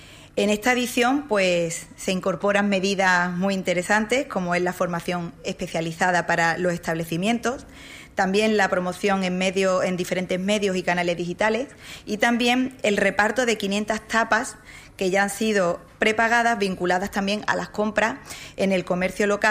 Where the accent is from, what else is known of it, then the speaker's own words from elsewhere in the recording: Pizarra, Andalusia, Spain; born there; el municipio Pizarra, mi pueblo